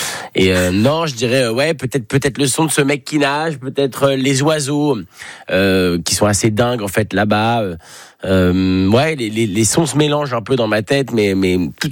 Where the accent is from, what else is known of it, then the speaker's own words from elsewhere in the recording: Paris, Île-de-France, France; j'ai grandi à Paris, donc vivre près de la Seine, ça n'a rien à voir.